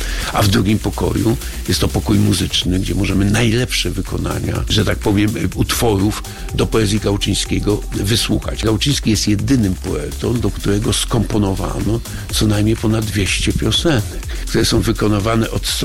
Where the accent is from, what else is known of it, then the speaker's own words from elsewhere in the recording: Sopot, Pomeranian Voivodeship, Poland; Ponieważ jestem z Sopotu